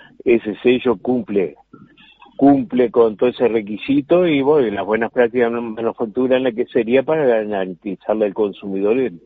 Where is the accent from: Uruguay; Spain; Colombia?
Uruguay